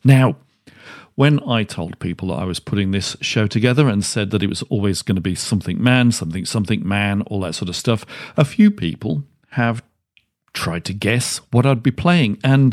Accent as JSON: {"language": "English", "country": "United Kingdom", "said": "I'm British, so I call them"}